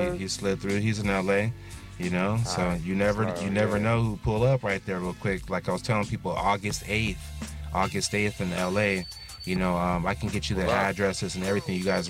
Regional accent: California, United States; I'm from California.

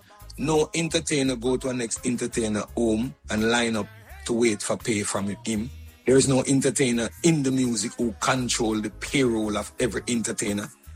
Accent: Jamaica; not just for California, but for us as reggae artists, as Jamaican.

